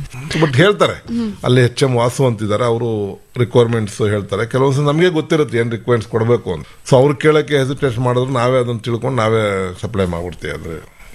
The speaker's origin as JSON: {"language": "Kannada", "area": "Kollegal, Chamarajanagar", "region": "Karnataka", "country": "India", "tie": "born or raised there", "moved": "yes"}